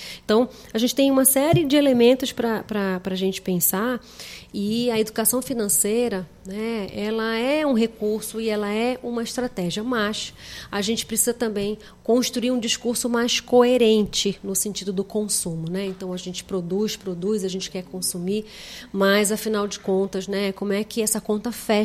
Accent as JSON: {"language": "Portuguese", "country": "Brazil", "said": "O quanto que a gente, enquanto brasileiros"}